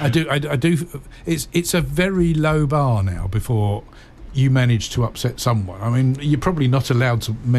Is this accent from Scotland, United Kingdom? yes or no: no; East of England, United Kingdom; Yeah, thank you. Yeah, South Essex. Yes.